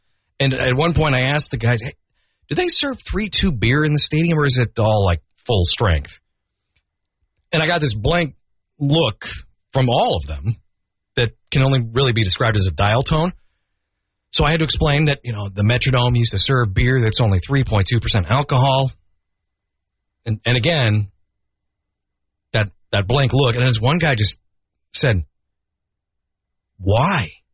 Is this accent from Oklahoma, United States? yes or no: no; Minnesota, United States; Actually, one of my saddest moments as a Minnesotan came the day that I went to tailgate at a Twins-Milwaukee game about 20 years ago.